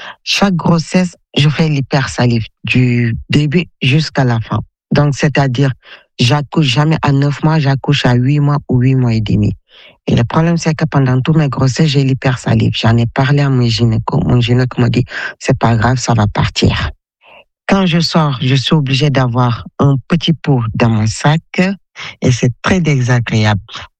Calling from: Paris, Île-de-France, France; j'ai 41 ans, j'habite à Paris. J'ai 4 enfants.

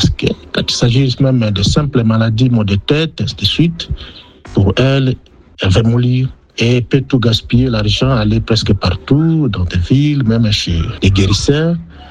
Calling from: Baraka, South Kivu, DR Congo; Je viens de la République démocratique du Congo, dans la ville de Baraka.

